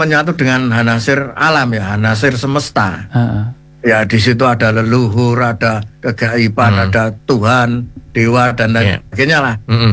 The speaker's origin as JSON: {"language": "Indonesian", "region": "Java", "country": "Indonesia", "said": "sebagai orang Jawa"}